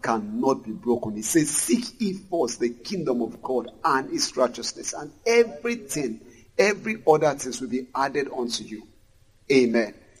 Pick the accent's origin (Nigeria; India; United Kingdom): Nigeria; Lagos; I said, I'm an artist from Lagos. And I showed them my CD. The security man looked at it. He saw the address, Lagos